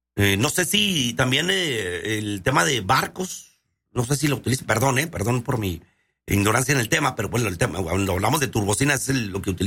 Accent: Mexico

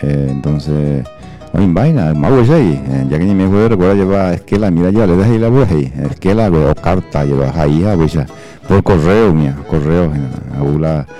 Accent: Paraguay; ya me identificaba como buen paraguayo

